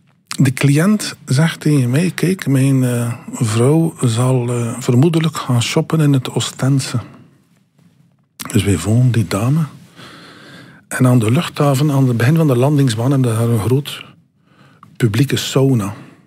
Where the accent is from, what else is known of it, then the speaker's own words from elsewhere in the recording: Flanders, Belgium; als West-Vlaming in Antwerpen gaan werken, is niet echt een optie.